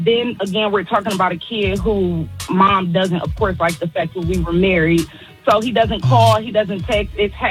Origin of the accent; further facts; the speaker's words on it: Detroit, Michigan, United States; Like I said, I'm from Detroit, so I asked for some buffs.